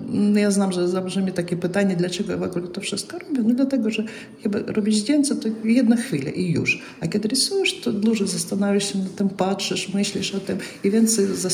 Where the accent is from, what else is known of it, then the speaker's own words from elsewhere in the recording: Riga, Latvia; Polish is a second language; Dzień dobry, jestem z Rygi, zawsze mieszkałam w Rygi, albo bardzo lubię Polskę, jadę tam coś rysować